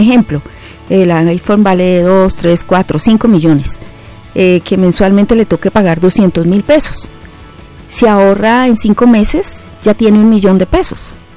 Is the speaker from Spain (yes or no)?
no; Colombia